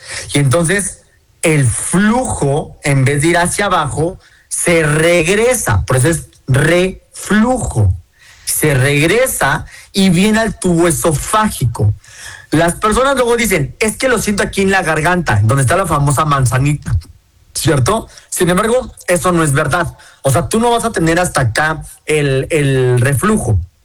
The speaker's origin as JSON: {"language": "Spanish", "country": "Mexico", "said": "Somos mexicanos"}